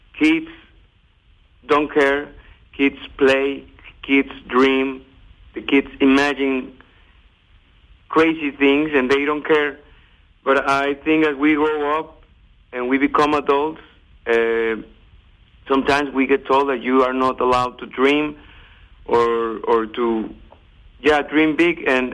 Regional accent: Guadalajara, Jalisco, Mexico; first language Spanish; English is a second language; moved away as an adult; also born or lived in United Kingdom / United States; Well, I am born and raised in Guadalajara, Jalisco, Mexico. So I speak Spanish all the time. I think in Spanish. I always bring my Mexican expressions.

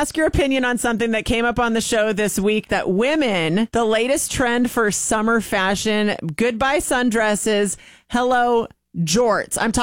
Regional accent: St. Louis, Missouri, United States; We are both from St.

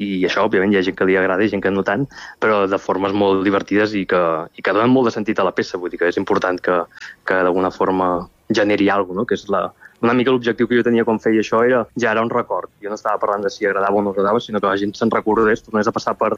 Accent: Mataró, Catalonia, Spain; born or raised there

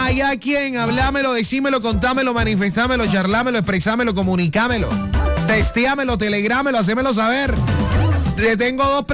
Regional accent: Barranquilla, Atlántico, Colombia; soy de Barranquilla

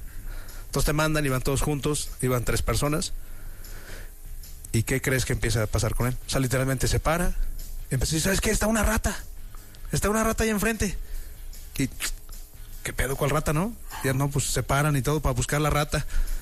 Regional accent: Villa de Reyes, San Luis Potosí, Mexico

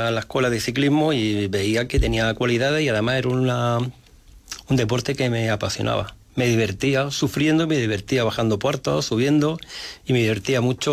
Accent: Granada, Andalusia, Spain; Yo, al ser de Granada, amo mucho mi tierra. De verdad que yo me siento siempre muy granadino.

